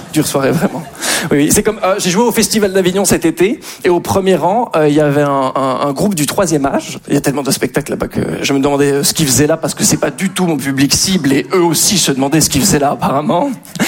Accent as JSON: {"language": "French", "country": "Belgium", "said": "je suis belge."}